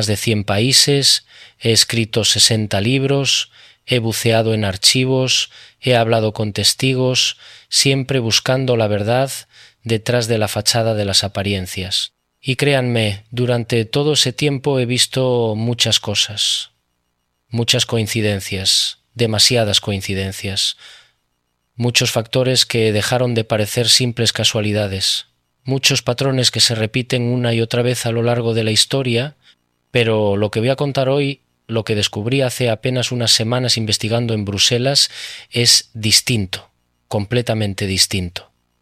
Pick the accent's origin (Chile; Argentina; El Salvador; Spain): Spain; Pamplona, Navarre; Desde mi infancia en Pamplona